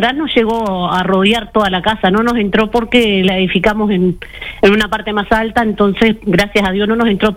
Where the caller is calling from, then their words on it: San José de Mayo, San José, Uruguay; de San José de Mayo.